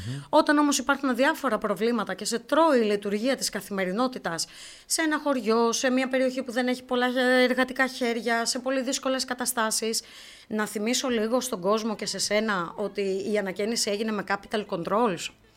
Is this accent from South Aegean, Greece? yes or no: no; Alexandroupoli, East Macedonia and Thrace, Greece; Έχω γεννηθεί και έχω μεγαλώσει στην Αλεξανδρούπολη. Δεν υπάρχουν χωριά από τους γονείς, γιατί είναι και οι δύο από την πόλη.